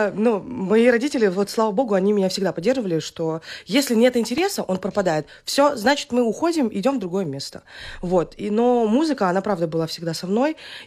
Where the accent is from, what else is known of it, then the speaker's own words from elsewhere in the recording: Anyuysk, Chukotka Autonomous Okrug, Russia; moved away; also born or lived in Bilibino; Я родилась в городе Билибино. Малой родиной своей считаю село Анюйск, и вообще Чукотка для меня это родные места моих родителей, это Амалон, Анюйск, Билибино